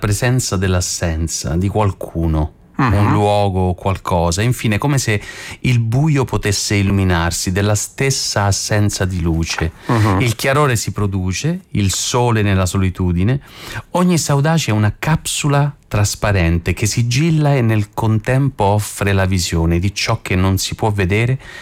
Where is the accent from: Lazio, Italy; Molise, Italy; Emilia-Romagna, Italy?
Lazio, Italy; Rome; born there; Io sono nato comunque, sì, sono nato a Roma, ma io sono di origine calabrese e sono stato tantissimo da piccolo davanti al mare anche d'inverno.